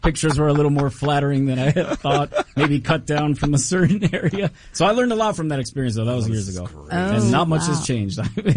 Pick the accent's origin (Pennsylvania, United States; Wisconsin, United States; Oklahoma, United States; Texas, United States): Pennsylvania, United States; I'm from Pennsylvania, northeastern Pennsylvania.